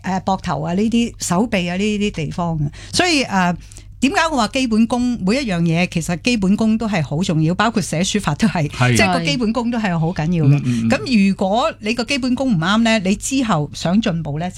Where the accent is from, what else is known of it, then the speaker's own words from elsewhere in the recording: Hong Kong; 作為中國人的香港人，仲要我是香港小姐